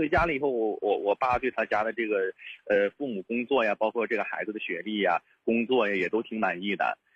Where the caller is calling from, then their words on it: Dalian, Liaoning, China; 我是大连的听众